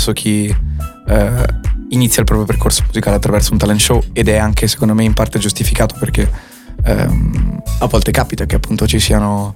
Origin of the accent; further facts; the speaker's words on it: Ancona, Marche, Italy; io sono di Ancona